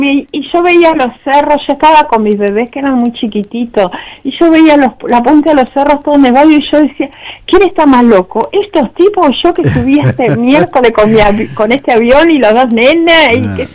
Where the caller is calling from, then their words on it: Banfield, Buenos Aires Province, Argentina; Yo vivo en Banfield, y desde Banfield al mundo